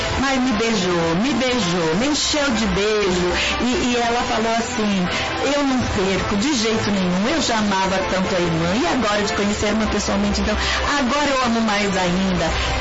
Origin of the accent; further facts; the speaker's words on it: Santo Antônio da Platina, Paraná, Brazil; É, terra querida, que eu sou paranaense, pra quem não sabe, viu? Eu sou lá de Santo Antônio da Pratina, é assim que a gente fala.